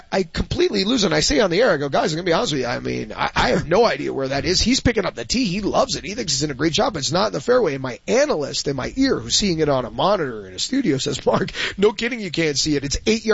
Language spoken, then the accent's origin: English; Canada; he knew that I was Canadian